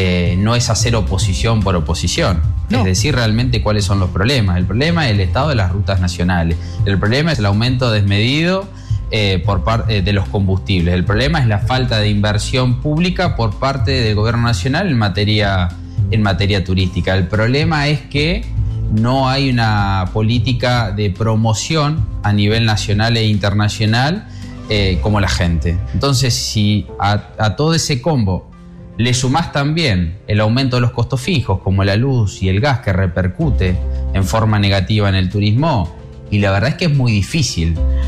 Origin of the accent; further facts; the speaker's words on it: La Pampa, Argentina; Nosotros somos pampeanos y patagónicos.